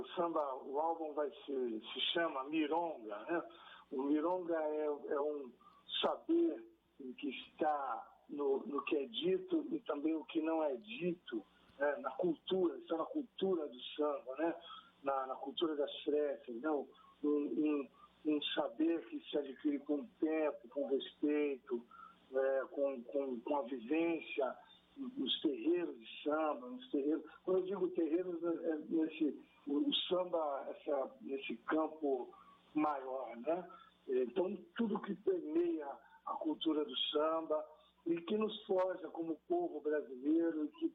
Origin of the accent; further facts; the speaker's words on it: Barra Mansa, Rio de Janeiro, Brazil; Sou de Barra Mansa e Barra do Piraí, né?